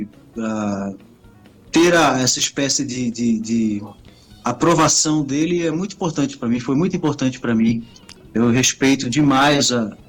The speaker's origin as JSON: {"language": "Portuguese", "town": "Recife", "region": "Pernambuco", "country": "Brazil", "tie": "born or raised there", "also_born_or_lived": "Rio de Janeiro", "said": "eu nasci no Rio, mas saí muito pequenininho e tô há muitos anos aqui em Recife. Sim. Então, eu sou praticamente um pernambucano recifense."}